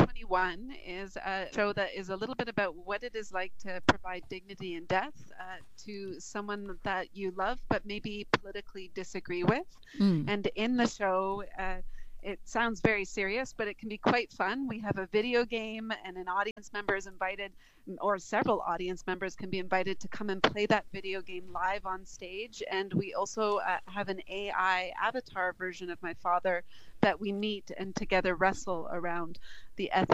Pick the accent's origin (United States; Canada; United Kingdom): Canada; I'm Canadian and my father was American